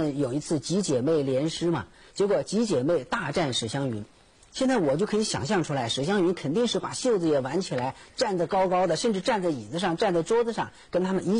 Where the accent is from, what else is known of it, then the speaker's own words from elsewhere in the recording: China; 其实我们中国人经常喜欢说一句话